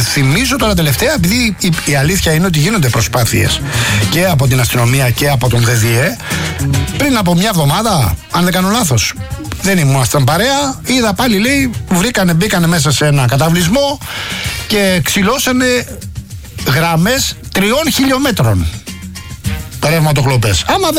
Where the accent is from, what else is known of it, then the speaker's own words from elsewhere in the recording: Rafina, Attica, Greece; με την ενεργοποίηση του δικτύου αποχέτευσης στη πατρίδα μου, στη Ραφίνα, αλλά και σε άλλες περιοχές